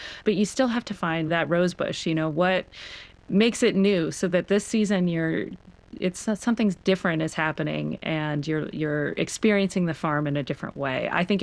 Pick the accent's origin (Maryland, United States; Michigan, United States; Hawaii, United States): Maryland, United States; Baltimore; You know, I'm from Baltimore, and it's like, oh gosh, who's that famous poet that's